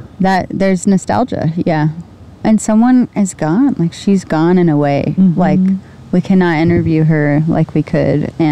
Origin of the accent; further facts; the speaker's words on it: Indiana, United States; I'm from Indiana. I'm from the Midwest.